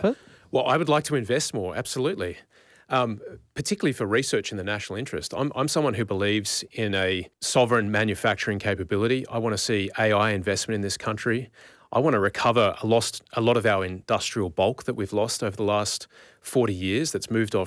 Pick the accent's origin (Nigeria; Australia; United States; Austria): Australia; Sydney, New South Wales; I grew up in Ashfield in Sydney, right?